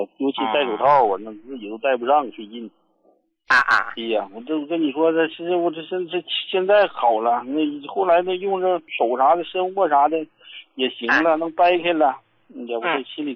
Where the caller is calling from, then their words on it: Harbin, Heilongjiang, China; 我是哈尔滨的朋友。